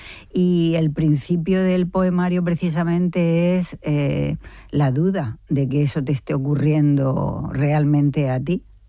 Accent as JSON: {"language": "Spanish", "town": "Albacete", "region": "Castilla-La Mancha", "country": "Spain", "moved": "yes", "said": "Bueno, soy de Albacete, como mi madre … pero la verdad es que ya mis raíces están aquí."}